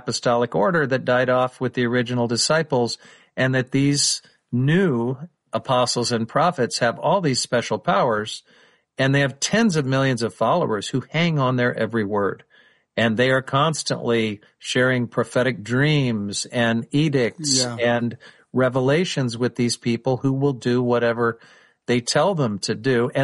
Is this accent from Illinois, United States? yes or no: no; Independence, Missouri, United States; another kid that I grew up with in Independence, Missouri